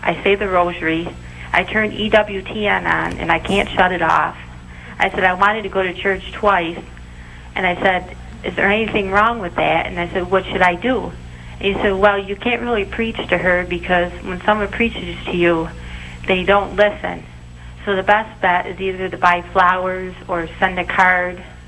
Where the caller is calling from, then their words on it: Frankfort, New York, United States; Frankfort, New York, and I want you to know that I love you very much, and you're my best friend.